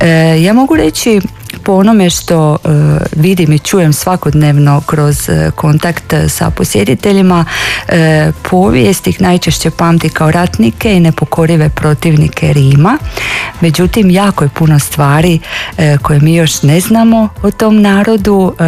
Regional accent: Dalmatia, Croatia; ja se osjećam kao Dalmatinka, a samo ime potječe od njih, tako da možemo reći da smo i Dalmatice

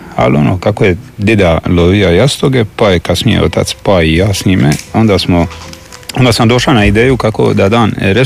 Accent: Lastovo, Dubrovnik-Neretva County, Croatia; to je moj rodni kraj.

